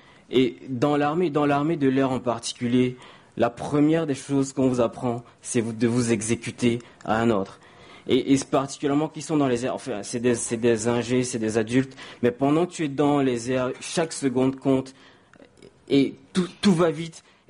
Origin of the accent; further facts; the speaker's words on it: Cameroon; now in France; je suis camerounais.